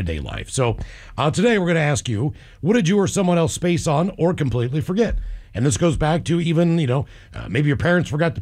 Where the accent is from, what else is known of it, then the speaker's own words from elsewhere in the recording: Morgantown, West Virginia, United States; where I grew up in Morgantown